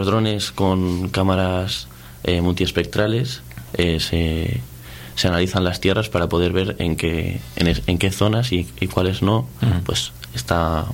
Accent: Valladolid, Castile and León, Spain; Bueno, yo vengo de Valladolid.

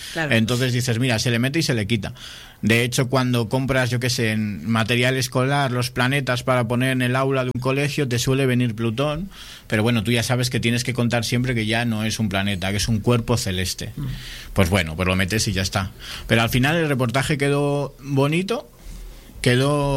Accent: Laredo, Cantabria, Spain; pues yo soy de Laredo

